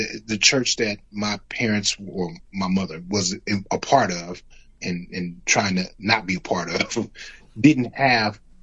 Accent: Richmond, California, United States; I remember being 4 and 5 years old, being where we grew up in Richmond. We wasn't too far from Nickel Park

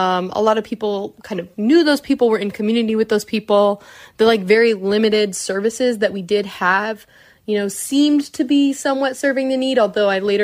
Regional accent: Hemet, California, United States; I grew up in the Inland Empire. I'm from Hemet.

